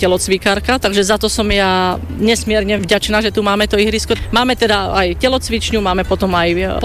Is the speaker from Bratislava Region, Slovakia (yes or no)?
yes; Bratislava, Bratislava Region, Slovakia; born there; som rodená Bratislavčanka